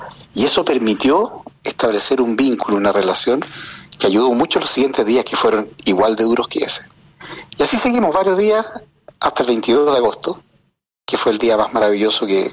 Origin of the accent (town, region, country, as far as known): Chile